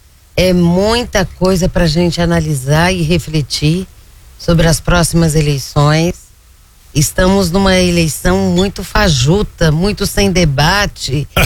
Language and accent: Portuguese; Minas Gerais, Brazil; now in Goiás, Brazil; eu que sou de Minas Gerais, moro em Goiás